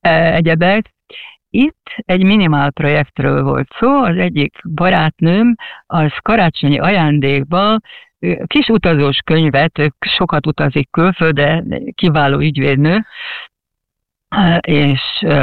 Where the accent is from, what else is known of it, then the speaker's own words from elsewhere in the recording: Hungary; moved away as an adult; now in England, United Kingdom; De én abszolút magyar vagyok, tehát nálam magyarabb magyar nincs a földön szerintem.